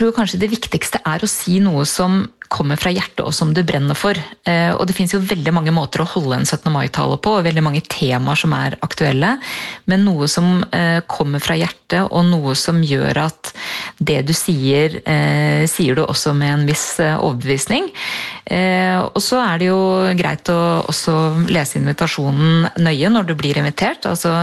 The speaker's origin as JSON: {"language": "Norwegian", "town": "Strømmen", "region": "Akershus", "country": "Norway", "tie": "born or raised there", "said": "Ikke akkurat i Oslo, men på Strømmen der jeg vokste opp, så var det alltid 17. mai-feiring nede på skolen"}